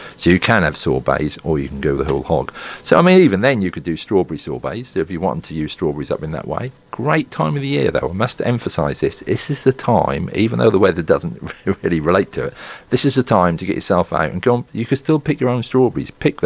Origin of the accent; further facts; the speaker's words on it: Stalham, East of England, United Kingdom; Stalham have... it's my hometown.